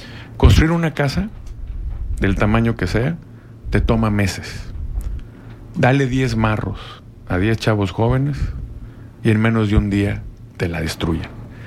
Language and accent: Spanish; Sinaloa, Mexico; yo soy sinaloense, toda mi familia vive allá, mi esposa, mis hijos, mis nietos, ya soy abuelo, tengo una nieta de 2 años y una de 2 meses.